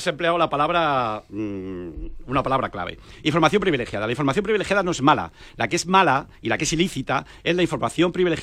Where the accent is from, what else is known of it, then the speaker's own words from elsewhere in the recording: United Kingdom; Yo vengo del Reino Unido y te puedo decir que la clase que yo tenía de especulación en bolsa tenía un chaval tatuado